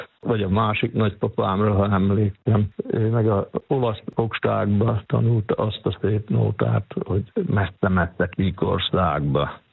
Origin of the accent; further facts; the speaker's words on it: Pápasalamon, Veszprém County, Hungary; Pápa Salamonból származom, ez egy nagyon csodálatos kis ékszerdoboz, pápa és a Somló egy közti területen van pápától 14 kilométerre.